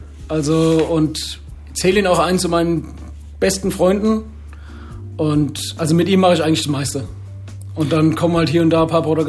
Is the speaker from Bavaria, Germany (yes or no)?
yes; Aschaffenburg, Bavaria, Germany; Da bin ich Skateboard gefahren, wir hatten das Six-Step bei uns in Aschaffenburg, wir hatten das Style-File in Aschaffenburg.